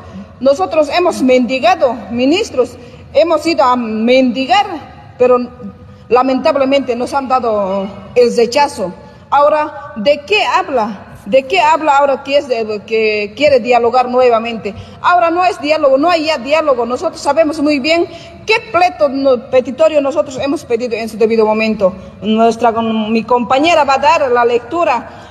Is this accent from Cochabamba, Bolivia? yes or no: yes; Cochabamba, Bolivia; nosotros somos del Trópico de Cochabamba productores